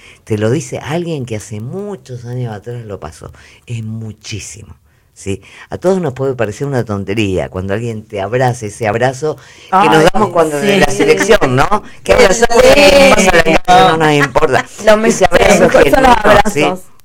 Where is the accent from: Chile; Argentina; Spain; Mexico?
Argentina; así somos los argentinos.